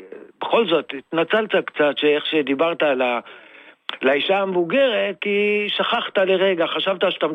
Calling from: Holon, Tel Aviv District, Israel

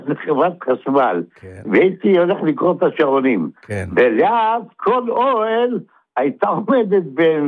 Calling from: Givatayim, Tel Aviv District, Israel; אני מגבעתיים.

